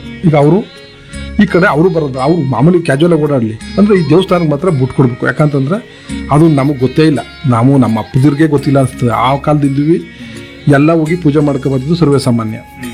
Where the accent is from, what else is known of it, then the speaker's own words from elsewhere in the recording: Hosakote, Karnataka, India; moved away as an adult; now in Alanahalli, India; ನಾವು ಮೂಲತಃ ಹೊಸಕೋಟೆಯವರು. ನಾವು ಇಲ್ಲಿ ಬಂದು ಜಮೀನು ಪರ್ಚೇಸ್ ಮಾಡಿ ಸ್ವಲ್ಪ ಹೆಚ್ಚಿಗೆ ಮುಂದೆ 25 ವರ್ಷ ಆಯಿತು ಇಲ್ಲಿ ಬಂದಿದ್ದೀವಿ.